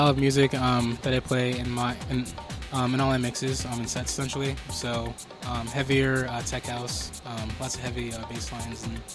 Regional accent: Grand Rapids, Michigan, United States; I was born and raised in Grand Rapids. I started coming down to Detroit about 3 years ago.

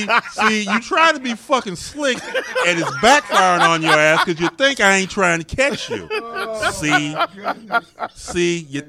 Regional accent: Flint, Michigan, United States; We're both from Flint.

